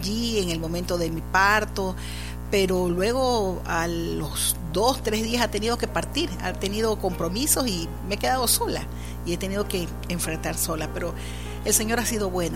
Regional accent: Guayaquil, Guayas, Ecuador; soy de Guayaquil, Ecuador, esposa de pastor, pastora también

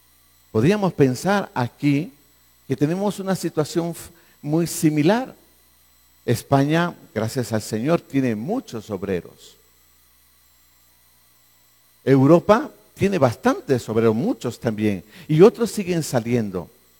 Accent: Joyabaj, Quiché, Guatemala; moved away; Cuando salí de Joyabaj, ya sabéis que yo soy de Joyabaj, habían allí, yo creo que estamos haciendo un recuento, no más de 6 iglesias evangélicas, ¿no?

